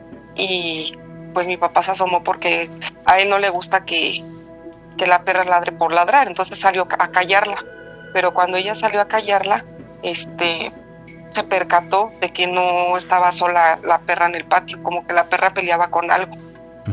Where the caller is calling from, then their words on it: Toluca, State of Mexico, Mexico; Ya les había marcado alguna vez, soy de Toluca.